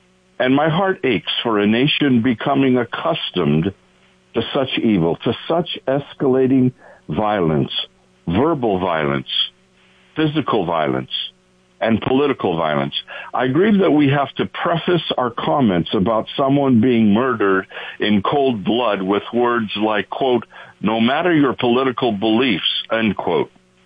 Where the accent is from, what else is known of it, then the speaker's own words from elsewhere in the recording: Colorado, United States; also born or lived in California; I grieve at this week's shooting at Evergreen High School in Colorado, my home state.